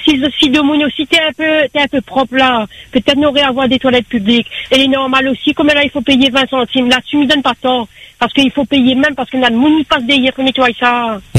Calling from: Bras-Panon, Réunion; j'habite à Brapanon.

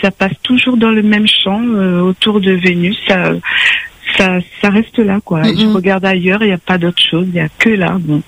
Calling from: La Possession, Réunion; Moi, je suis sur La Possession.

